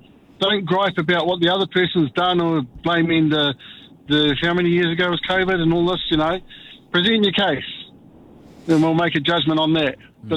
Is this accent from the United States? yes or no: no; New Zealand; As a New Zealander, here I am.